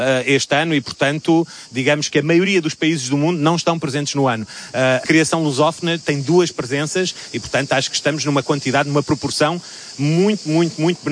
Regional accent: Portugal; desse país irmão do meu país natal, Portugal

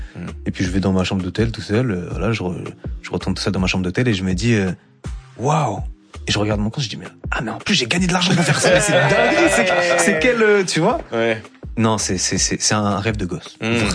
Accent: Martinique; je dis que je suis martiniquais, mais je suis haïtien dans le cœur aussi.

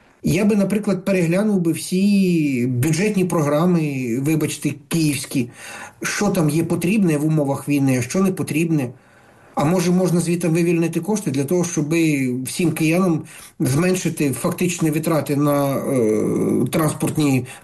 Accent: Kyiv, Ukraine; ми всі кияни, правда? Ми ж всі платимо тут податки, ми всі живемо в тому місті.

